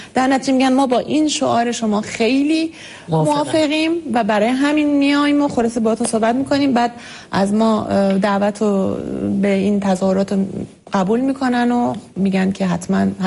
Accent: Iran; خب متوجه میشن ما ایرانی هستیم.

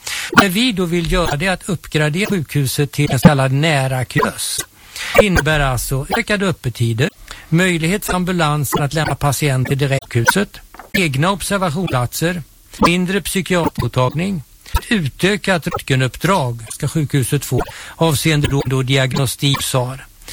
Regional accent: Älta, Stockholm County, Sweden; jag kommer från Älta

